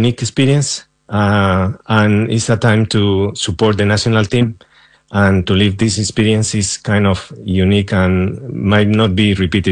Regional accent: Spain; English is a second language; moved away as an adult; now in Dallas, United States; growing up in Spain

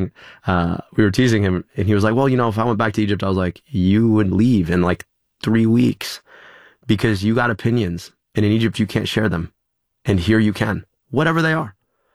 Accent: Pakistan; but I'm not British. They're British. I'm Pakistani.

